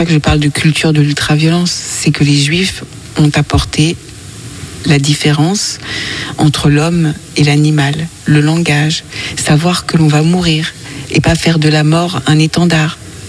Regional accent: France

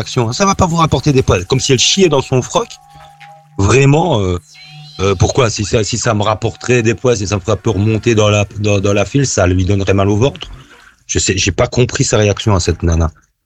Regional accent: Belgium; Moi, je suis belge. Je suis belge.

